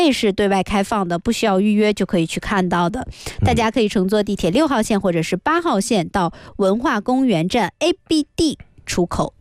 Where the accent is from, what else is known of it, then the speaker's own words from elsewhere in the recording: Guangzhou, Guangdong, China; 其实是属于我们老广每年都想要去逛的这么一个灯会